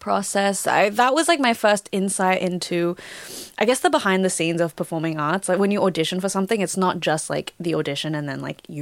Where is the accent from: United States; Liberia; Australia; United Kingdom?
Australia; Gold Coast, Queensland; now in Sydney, Australia; I grew up on the Gold Coast, and when we were coming back to Australia, I was like, well, if you want to really do this, maybe it'd be better to move to Sydney